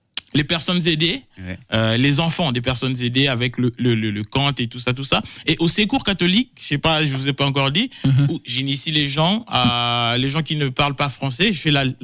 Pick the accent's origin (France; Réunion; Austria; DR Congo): DR Congo; parce que moi je viens du Congo. Il faut le dire, je viens d'Afrique, je viens du Congo.